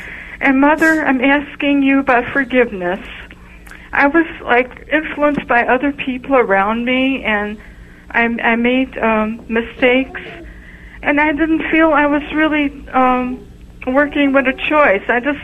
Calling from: Chicago, Illinois, United States; from Chicago, Illinois.

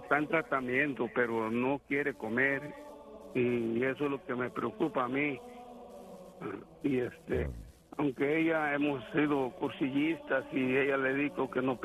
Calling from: Omaha, Nebraska, United States; le hablo de Omaha, Nebraska.

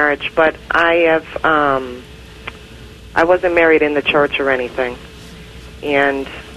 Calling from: East Providence, Rhode Island, United States; East Providence, Rhode Island.

